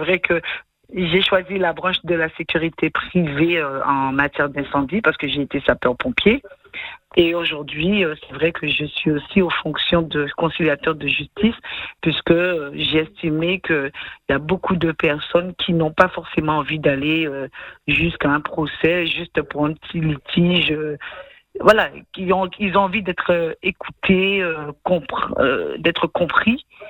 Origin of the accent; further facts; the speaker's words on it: Goyave, Guadeloupe; now in Metropolitan France; Je viens de Guayave, mon père était de Pointe-à-Pitre, ma mère de Capesterre-Belle-Eau, donc je viens de Guayave, voilà, j'ai beaucoup de famille au Moule, à Petit-Bout, voilà, vous connaissez … c'est une très grande famille